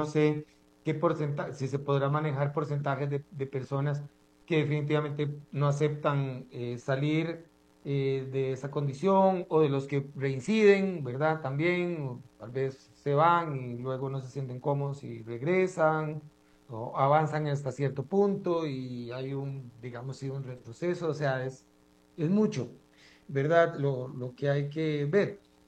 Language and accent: Spanish; San José, Costa Rica